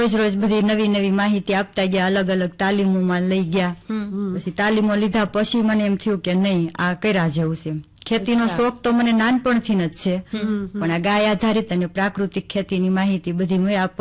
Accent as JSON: {"language": "Gujarati", "town": "Halenda", "region": "Gujarat", "country": "India", "tie": "born or raised there", "moved": "as an adult", "lives_now": "Lilapur, India", "said": "આપણે રાજકોટ તાલુકાનું હલેન્ડા ગામ."}